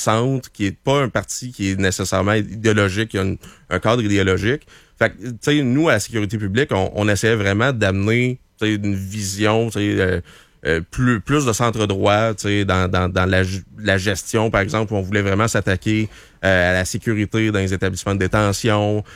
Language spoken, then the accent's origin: French; Waterloo, Quebec, Canada; Waterloo? Oui, exact. Waterloo, bon, en Estrie, à côté de Granby.